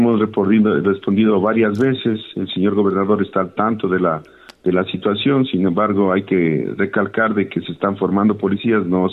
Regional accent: Ecuador; como ecuatorianos que somos.

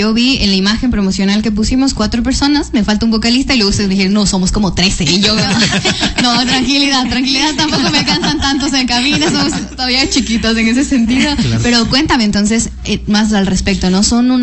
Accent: Quito, Pichincha, Ecuador; Ustedes sabrán que yo vengo de Quito, mi familia paterna es de Sevilla, Don Bosco

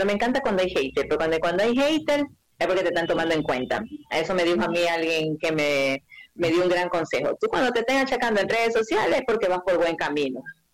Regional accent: Guayaquil, Guayas, Ecuador

